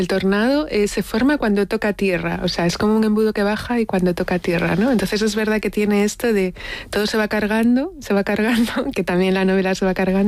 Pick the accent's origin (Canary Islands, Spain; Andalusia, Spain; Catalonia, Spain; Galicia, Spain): Galicia, Spain; Hay una gran mujer en la novela, que es una gallega, yo soy gallega, de ahí ha salido